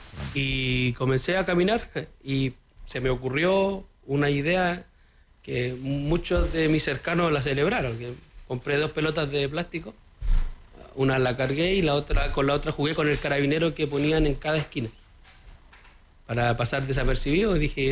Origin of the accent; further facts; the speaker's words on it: Santiago, Santiago Metropolitan Region, Chile; also born or lived in Lampa; fui creciendo en La Legua, fui creciendo en el ámbito de Lampa